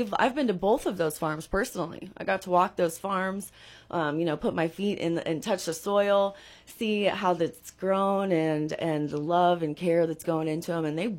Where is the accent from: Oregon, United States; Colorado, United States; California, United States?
California, United States; Nevada County; when we were young, growing up in Nevada County